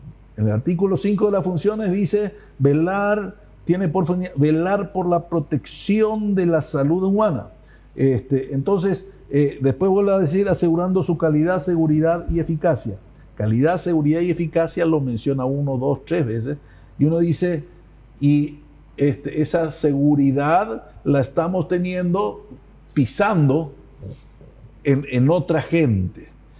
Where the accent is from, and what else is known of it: Paraguay